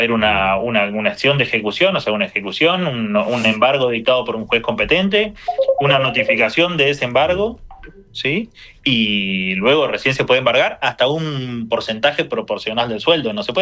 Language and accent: Spanish; Argentina